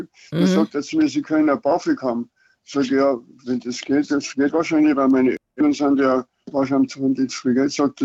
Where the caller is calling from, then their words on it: Bavaria, Germany; als Niederbayer